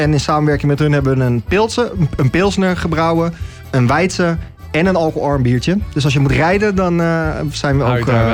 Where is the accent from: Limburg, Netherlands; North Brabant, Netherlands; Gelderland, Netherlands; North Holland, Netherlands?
North Holland, Netherlands; Haarlem; Ik kom zelf uit Haarlem, geboren en getogen.